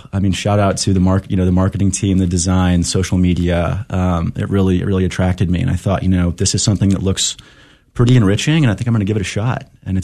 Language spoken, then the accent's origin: English; Oklahoma, United States; moved away as an adult; also born or lived in Auburn, Alabama; now in Fort Worth, United States; I grew up, born and raised in Oklahoma